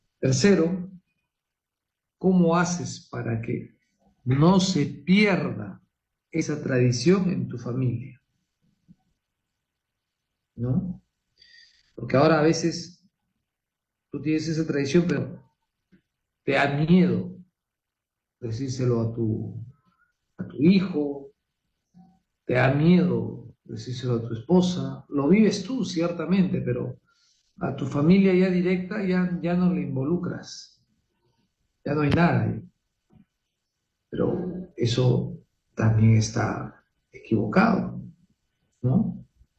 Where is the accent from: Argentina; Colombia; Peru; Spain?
Peru; en el caso para nosotros, el Perú, nuestra madre patria.